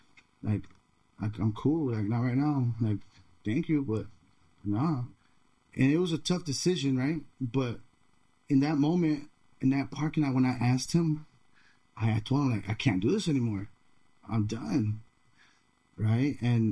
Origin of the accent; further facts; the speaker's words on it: San Jose, California, United States; I'm originally from San Jose, and I grew up, you know, around, you know, gang banging, you know. I lived out there in the west side, you know, kind of went to school in the south